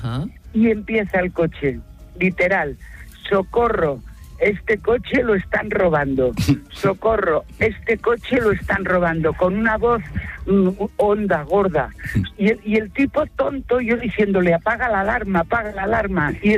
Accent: Barcelona, Catalonia, Spain; Yo soy catalana, de Barcelona.

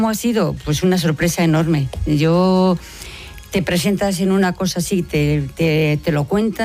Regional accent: Briviesca, Castile and León, Spain; Y yo soy de Burros, bueno, de Briviesca.

